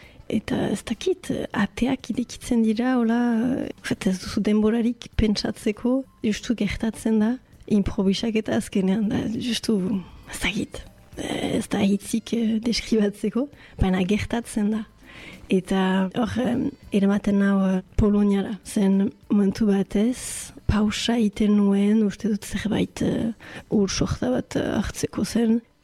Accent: Bayonne, Nouvelle-Aquitaine, France; Baionakoa naiz, eta bon, oztakit importantea den, ogoita amabost urte ditut.

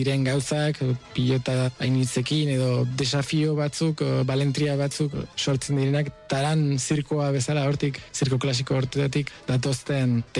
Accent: Vitoria-Gasteiz, Basque Country, Spain; unibertsitate garaia bukatu eta berriz sorterrira itzuli nintzen, Gasteizera

